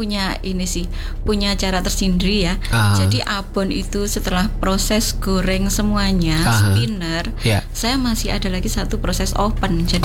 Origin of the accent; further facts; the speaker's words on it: Madiun, East Java, Indonesia; Saya dari Kota Madiun.